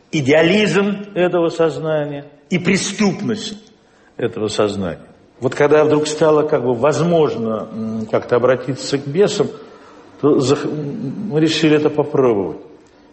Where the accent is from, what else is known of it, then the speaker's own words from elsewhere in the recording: Siberia, Russia; born there; Я родился вообще в Сибири.